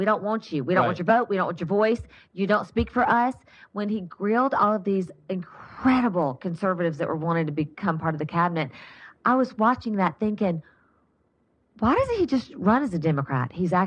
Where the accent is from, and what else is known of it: Louisiana, United States; born or raised there